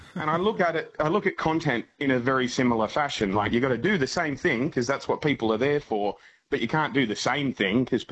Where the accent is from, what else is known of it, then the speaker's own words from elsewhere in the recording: Australia; also born or lived in New York, United States; I grew up in Australia, but I moved to America for a period of about 5 years between 2018 and the end of 2024, or the start of 2024, sorry.